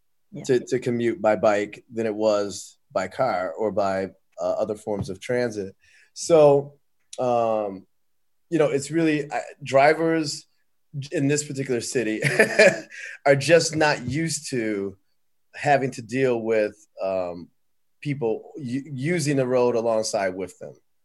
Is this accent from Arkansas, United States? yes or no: no; Detroit, Michigan, United States; I'm from Detroit, you know, myself, you know, and so, you know, I can't imagine them putting a bike lane on 7 Mile, for instance.